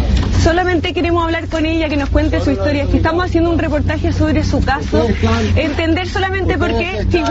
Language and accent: Spanish; Chile; Yo soy de Chile, periodista de Chilevisión, de un canal de Chile.